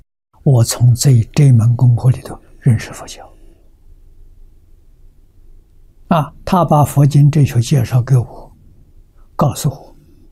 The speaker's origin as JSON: {"language": "Chinese", "town": "Lujiang", "region": "Anhui", "country": "China", "tie": "born or raised there", "said": "我家乡在庐江"}